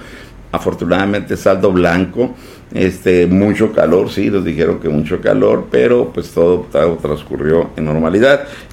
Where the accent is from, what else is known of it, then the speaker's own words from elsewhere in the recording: Mexico; Pues es que yo soy del Valle, ¿no? De hecho, mucho tiempo viví en el 43